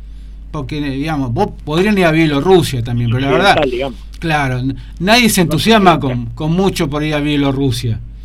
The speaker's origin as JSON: {"language": "Spanish", "country": "Argentina", "said": "somos mal queridos nosotros los argentinos"}